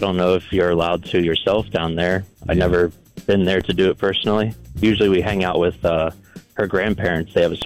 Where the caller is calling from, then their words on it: Fredericksburg, Pennsylvania, United States; currently in Fredericksburg, PA.